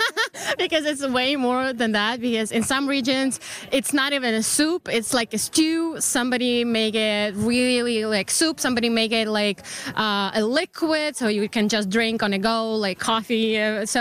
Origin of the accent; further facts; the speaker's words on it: Ukraine; moved away as an adult; also born or lived in Toronto, Canada; now in Quebec, Canada; I'm Canadian-Ukrainian